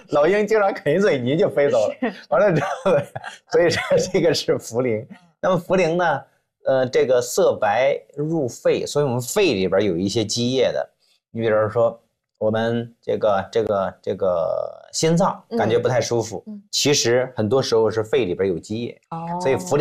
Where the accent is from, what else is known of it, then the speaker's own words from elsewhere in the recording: China; 这就是我们中国人经常讲说，哎，此人食古不化。